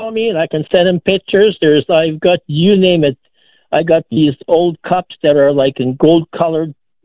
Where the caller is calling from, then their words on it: Winnipeg, Manitoba, Canada; I'm calling from Winnipeg